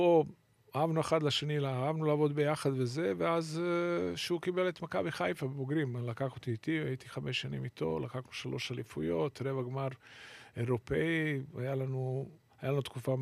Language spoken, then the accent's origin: Hebrew; Serbia; moved away as an adult; now in Israel; ידעתי שאני לא אחזור יותר לסרביה, ובניתי חיים פה. ככה שאני, אני ישראלי יותר ממה שסרבי